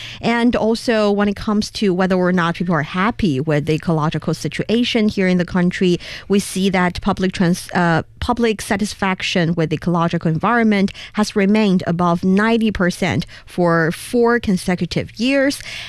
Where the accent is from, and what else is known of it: Shanxi, China; born or raised there